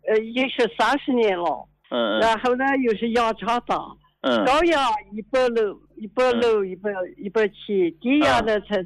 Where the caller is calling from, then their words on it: Yunnan, China; 我是云南的。